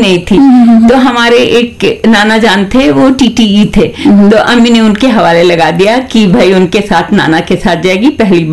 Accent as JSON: {"language": "Hindi", "region": "Bihar", "country": "India", "said": "तो भाई मैं बिहार की रहने वाली हूँ और वहीं से मैंने ग्रेजुएशन वगैरह किया।"}